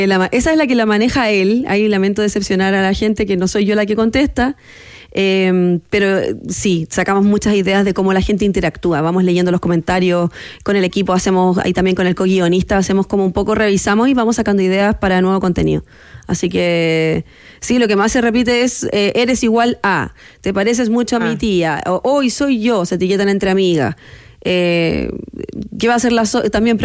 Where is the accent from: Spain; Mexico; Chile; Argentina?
Chile; Concepción, Biobío; Yo soy de Concepción, una ciudad que quiere ser como Santiago, pero no.